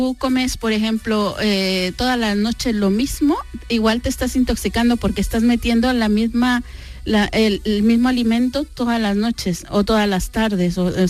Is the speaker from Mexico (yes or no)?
yes; Mexico